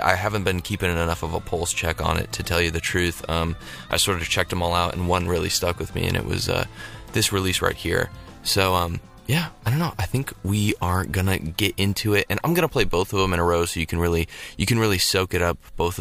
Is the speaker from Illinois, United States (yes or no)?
no; Colorado, United States; Colorado, my home state